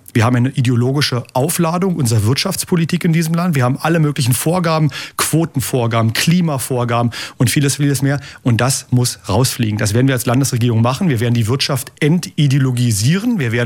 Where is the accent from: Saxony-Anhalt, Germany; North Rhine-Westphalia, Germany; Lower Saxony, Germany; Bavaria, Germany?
Saxony-Anhalt, Germany